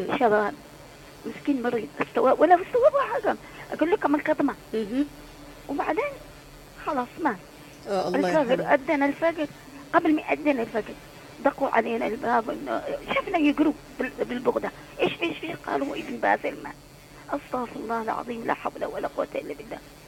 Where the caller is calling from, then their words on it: Aden, Yemen; لانه مرض وباء عندنا في عدن.